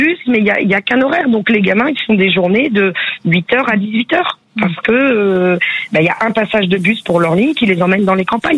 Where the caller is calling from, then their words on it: Blanzay, Nouvelle-Aquitaine, France; Alors moi je vous appelle de Blantais.